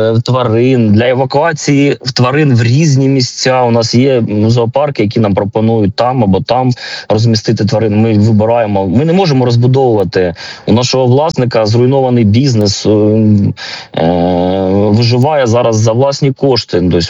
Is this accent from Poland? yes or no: no; Kharkiv, Kharkiv Oblast, Ukraine; Але ми, харків'яни, віримо, якщо ми утрималися в 22-му році, то ми зараз точно втримаємося.